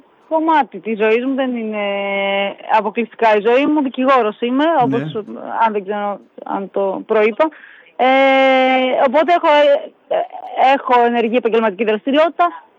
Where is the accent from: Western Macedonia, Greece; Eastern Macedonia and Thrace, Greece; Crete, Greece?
Western Macedonia, Greece; Anthrakia; moved away; Είμαι από Ανθρακιά, έρχομαι συνέχεια. Είμαι από αυτούς που έρχονται συνέχεια.